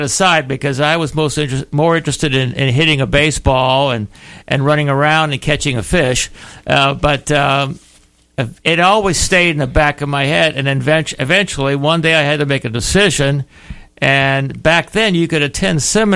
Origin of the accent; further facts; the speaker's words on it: Louisiana, United States; born there; now in Florida, United States; I'm born in South Louisiana, in the bayous of South Louisiana.